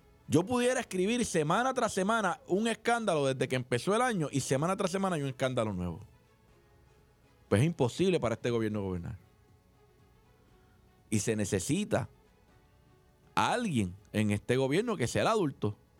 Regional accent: Puerto Rico

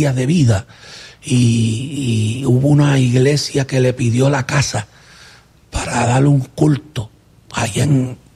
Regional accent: Bayamón, Puerto Rico; Yo soy de Bayamón, vaquero de Bayamón.

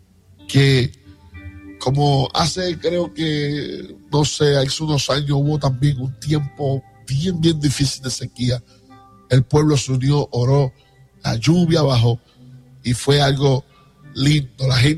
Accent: Puerto Rico; mi tierra puertorriqueña

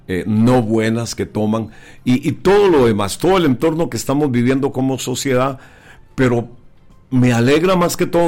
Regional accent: Costa Rica; es una realidad que estamos viviendo nosotros como costarricenses. Y obviamente como cristianos

